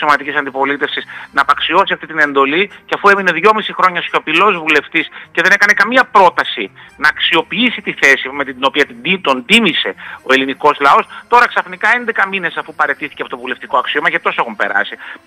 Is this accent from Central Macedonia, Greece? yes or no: yes; Eleftherio-Kordelio, Central Macedonia, Greece; το έχω βιώσει και εγώ στο πετσί μου, μεγαλώνοντας στο Ελευθέριο Κορδελιό.